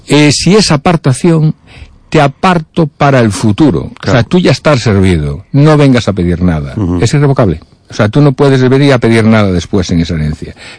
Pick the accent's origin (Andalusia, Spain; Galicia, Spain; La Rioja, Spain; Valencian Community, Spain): Galicia, Spain; nosotros, claro, los que somos de Galicia